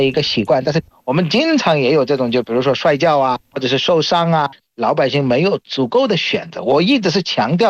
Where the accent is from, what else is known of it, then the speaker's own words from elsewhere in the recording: Bangladesh; Chinese is a second language; 我是来自于孟加拉国的